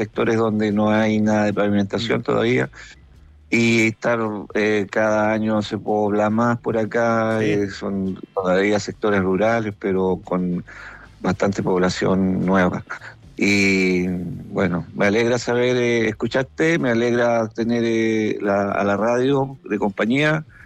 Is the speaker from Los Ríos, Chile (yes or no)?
yes; Panguipulli, Los Ríos, Chile; excepto cuando era niño, porque yo nací en Panguipulli. Un gran abrazo y cariño a Panguipulli, en el sector de Ancacumoe, que es un sector bien rural, y ahí sí yo sentía los temporales como este.